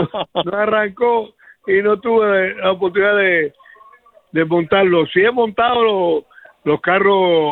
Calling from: Santa Clara, Villa Clara, Cuba

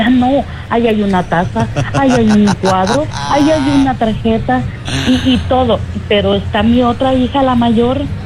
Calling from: Thousand Oaks, California, United States; de Thousand Oaks.

